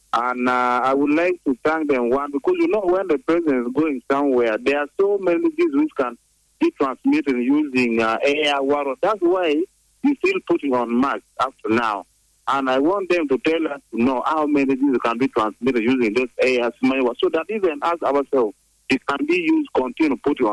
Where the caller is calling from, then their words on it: Kampala, Central Region, Uganda; This is the Luo man calling from Kawempe.